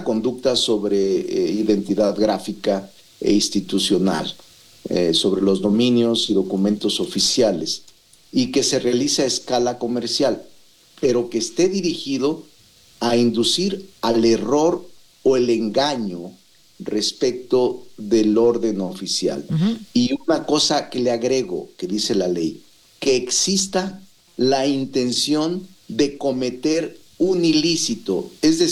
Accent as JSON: {"language": "Spanish", "town": "Fresnillo", "region": "Zacatecas", "country": "Mexico", "tie": "born there", "moved": "as an adult", "lives_now": "Mexico City, Mexico", "said": "regidor de mi pueblo, Fresnillo, Zacatecas"}